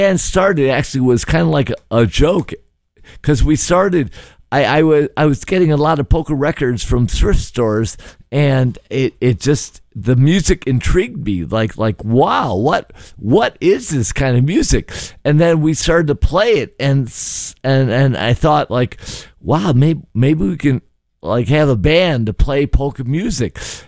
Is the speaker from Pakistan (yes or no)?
no; Chicago, Illinois, United States; I grew up here, not far from here in Gladstone Park and Albany Park. I'm a Chicagoan